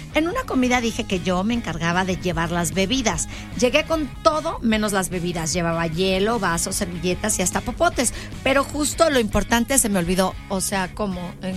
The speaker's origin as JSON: {"language": "Spanish", "town": "Tijuana", "region": "Baja California", "country": "Mexico", "said": "Es que vengo de Tijuana."}